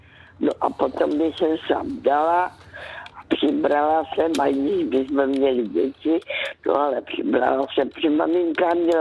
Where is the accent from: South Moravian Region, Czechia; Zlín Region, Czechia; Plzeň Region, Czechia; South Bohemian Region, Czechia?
Zlín Region, Czechia; Karolínka; já jsem dcerka z Valašska, která se narodila v Karolínce, kde je hrozně pěkné, aspoň mi se tam vždycky líbilo. To není daleko od Vizoviče.